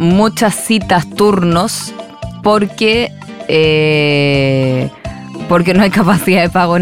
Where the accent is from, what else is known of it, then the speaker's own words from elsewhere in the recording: Chile; born there; moved away; me compré unas que encontré en mi país natal.